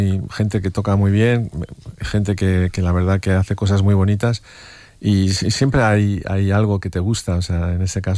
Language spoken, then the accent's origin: Spanish; Cuba; born there; moved away; yo soy cubano de nacimiento y ese idioma no me es difícil.